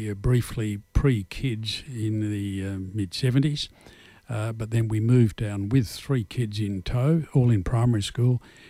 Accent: Perth, Western Australia, Australia; now in Margaret River, Australia; I grew up near the Collier Pine Plantation in Como, which was a war service settlement area.

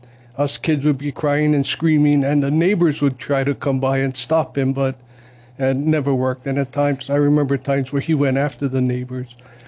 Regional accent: Honolulu, Hawaii, United States; I grew up right next door to where the Hawaii Convention Center is.

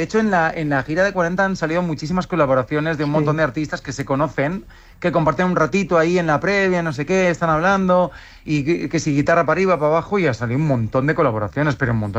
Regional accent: Valencia, Valencian Community, Spain; yo soy de la Terreta, soy de Valencia, de hecho, mi familia vive cerca de la línea del Cid, o sea, más cerca de Mislata era complicado

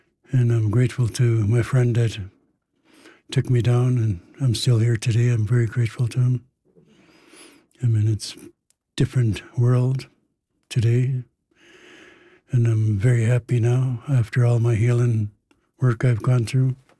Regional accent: Ahousaht, British Columbia, Canada; now in Victoria, Canada; I am from Ahuset, It's up past Tofino, 12 miles past Tofino. I'm still in miles. It's grown considerably. Like, I haven't been home since 68. That's after residential school.

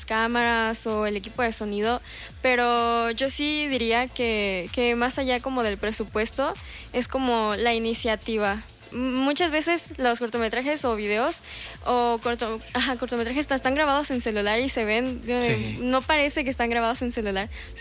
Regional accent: Michoacán, Mexico; nos dan identidad como michoacanos, en este caso, también como mexicanos.

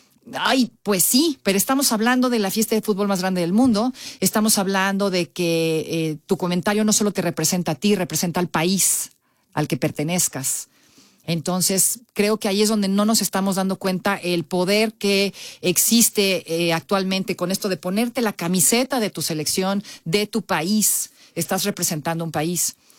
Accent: Mexico; Nosotros como mexicanos, tú si eres inglés, a lo mejor tú si eres de otro país, ¿no?

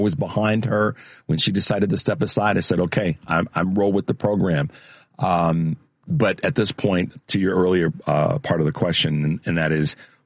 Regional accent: Chicago, Illinois, United States; I'm from Chicago

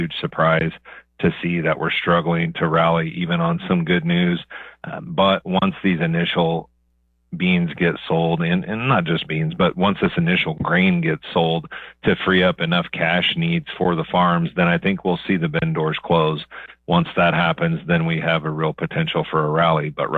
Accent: Kansas, United States; This is something that, you know, where I grew up in Western Kansas, it was kind of a regular thing.

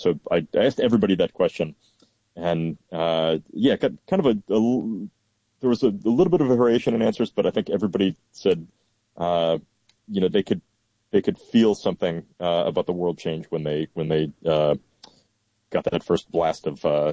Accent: Rochester, New York, United States; I grew up in Rochester, New York. My father is an optometrist, so it definitely was comfortable

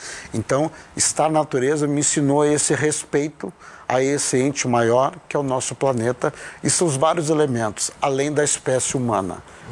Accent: Taquari, Rio Grande do Sul, Brazil; moved away as an adult; also born or lived in Fernando de Noronha; Interior, 100 quilômetros de Porto Alegre, não é grande Porto Alegre, uma cidade pequena, de origem açoriana. E fui criado em fazendas, meus avós são fazendeiros, então fui criado em fazendas de amigos, de parentes, à beira do rio

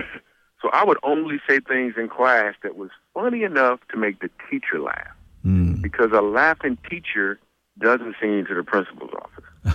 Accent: Grand Rapids, Michigan, United States; We grew up in Grand Rapids, Michigan.

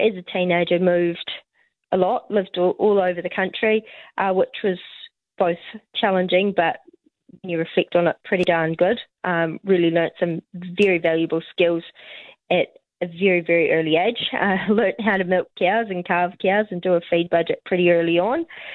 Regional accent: Northland, New Zealand; also born or lived in Hawaii, United States; So I was born in Hawaii. My dad was American. My mum's a Kiwi. Moved back to New Zealand when my dad passed away when I was five, and grew up in Northland.

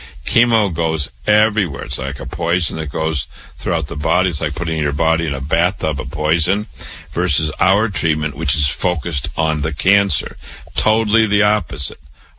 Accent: Waterloo, Iowa, United States; born or raised there

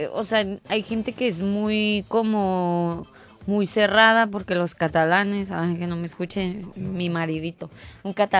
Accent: Mexico; now in Spain

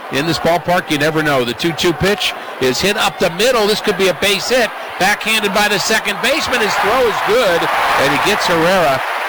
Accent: New York, United States; I had a family I was friends with as a young kid growing up in New York

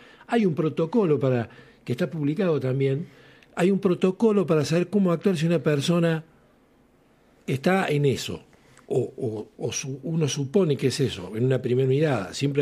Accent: Arroyo Cabral, Córdoba, Argentina; born there

